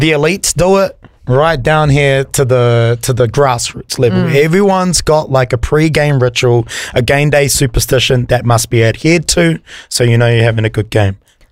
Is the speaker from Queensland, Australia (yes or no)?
yes; Brisbane, Queensland, Australia; born there; moved away; I was born in Brisbane.